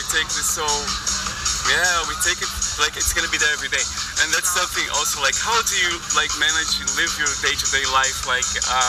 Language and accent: English; Brazil; I grew up really poor in Brazil.